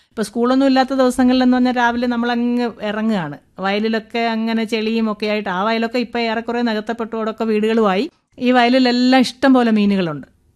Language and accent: Malayalam; Pallana Panoor, Kerala, India; അങ്ങനെയെല്ലാം ഉണ്ടായിരുന്ന ഒരു സ്ഥലമാണ് പല്ലന പാനൂർ എന്ന് പറയുന്നത്. അവിടെ ജനിച്ചു വളർന്നു എന്ന് പറയുന്നത് എൻ്റെ ഒരു വലിയ സൗഭാഗ്യവും സന്തോഷവുമായിരുന്നു.